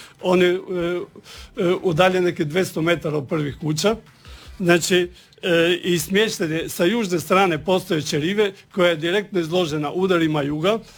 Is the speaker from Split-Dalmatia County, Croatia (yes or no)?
no; Koromačno, Istria County, Croatia; mi dolazimo iz Koromačna, zna se da je Koromačno poznato po cementari.